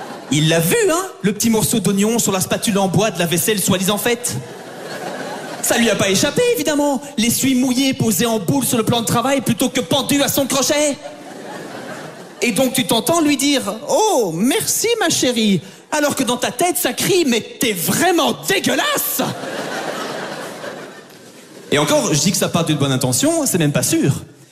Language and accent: French; Belgium; je suis belge, comme vous pouvez l'entendre à mon intonation